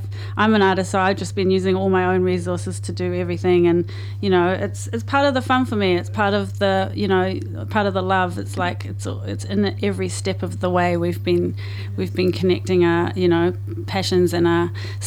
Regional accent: New Zealand; My mum's English Jamaican, my dad's Canadian, but I grew up as a Kiwi

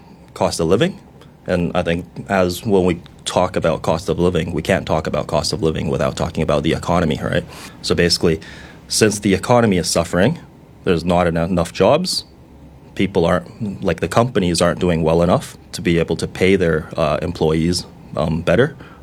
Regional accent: New Zealand; also born or lived in China / Canada / United States; I was born in China, came to New Zealand when I was six, later moved to Canada and the States for most of my schooling.

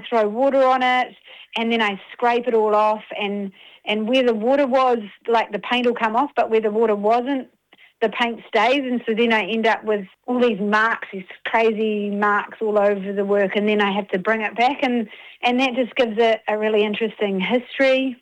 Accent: Plimmerton, Wellington, New Zealand; I'm from Te Whanga Nui Atara, just north, a little place called Plimoton, which is by the sea.

